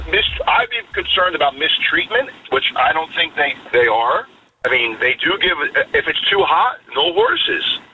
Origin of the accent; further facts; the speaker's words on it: New Jersey, United States; now in California, United States; I'm from New Jersey, by the way.